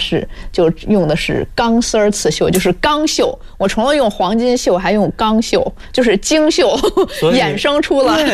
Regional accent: China; 我又发现了我们中国人伟大之处

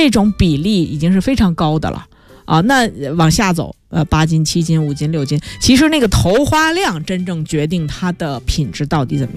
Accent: Beijing, China

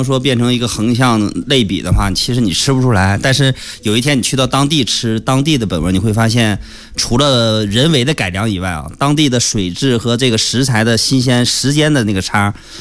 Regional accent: Harbin, Heilongjiang, China; moved away; 我身为一个北方人，我在哈尔滨我吃的所有菜我没有觉得咸。

